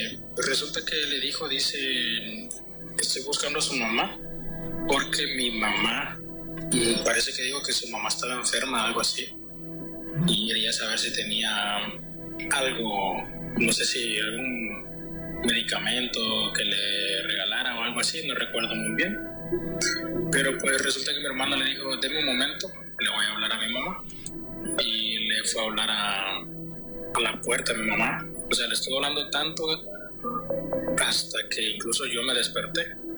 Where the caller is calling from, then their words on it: Cortés, Honduras; Soy de Honduras, del departamento de Cortés.